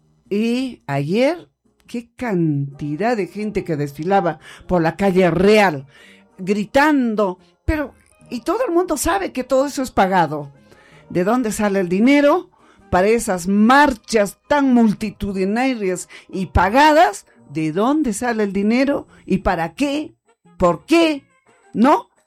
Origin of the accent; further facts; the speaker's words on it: Peru; ¿Cómo somos los peruanos?